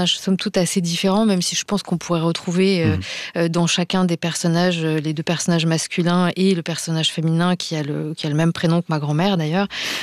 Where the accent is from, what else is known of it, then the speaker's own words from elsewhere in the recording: Auvergne-Rhône-Alpes, France; je m'attendais pas à éprouver autant d'amour pour ma région natale en écrivant sur elle